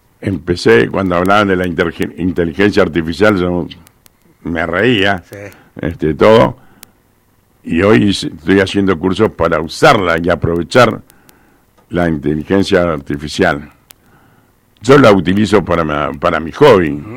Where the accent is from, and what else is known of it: Argentina